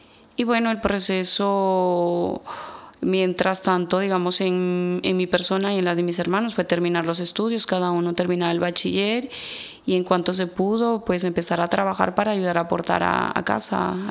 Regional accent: Ecuador; now in Spain; soy de Ecuador, tengo 36 años, llegué en el 2004 a España, soy la segunda generación de migrantes, los primeros fueron mis padres.

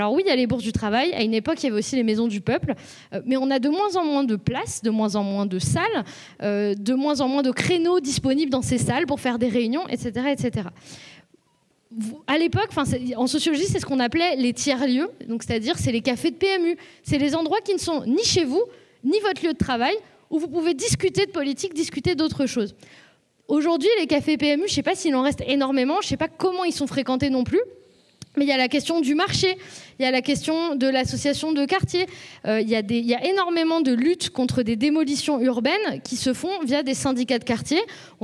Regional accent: Lyon, Auvergne-Rhône-Alpes, France; now in Toulouse, France

